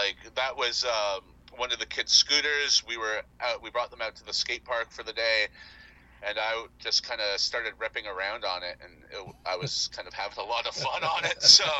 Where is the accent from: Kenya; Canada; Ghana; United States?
Canada; Toronto, Ontario; I'm from Scarborough. I'm born and raised here, still live here.